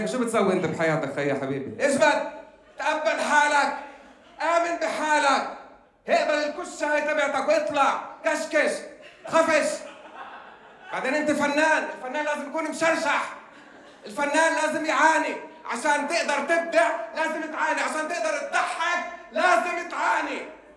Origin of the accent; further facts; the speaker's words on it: Haifa, Haifa District, Israel; كوني إني أنا من حيفا وعايش بين الجبال والبحر وإلى آخره، وكأني بتنقل من محل لمحل، هذا بقولش إيش.